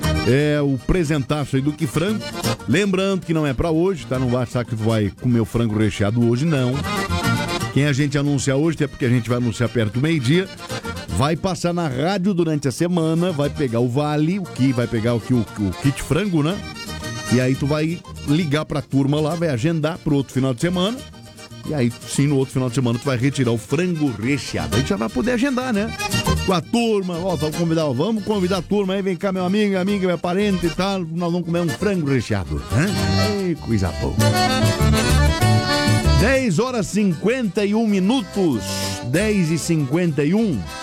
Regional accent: Rio Grande do Sul, Brazil; eu sou gaúcho, tchê

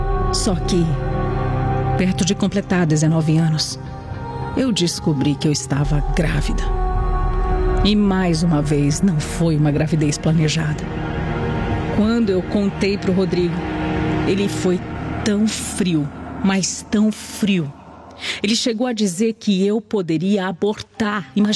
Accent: Brasília, Federal District, Brazil; born there; Eu nasci em Brasília e depois que os meus pais se separaram, eu fiquei bem rebelde.

